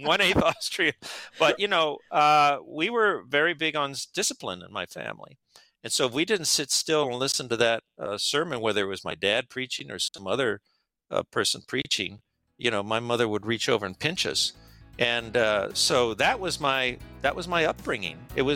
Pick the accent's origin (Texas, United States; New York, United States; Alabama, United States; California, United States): California, United States; Los Angeles; when I was this, 7-year-old kid growing up in East